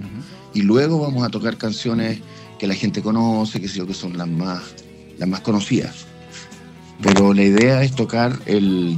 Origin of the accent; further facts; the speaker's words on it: Concepción, Biobío, Chile; yo no soy chileno, yo soy de Conce.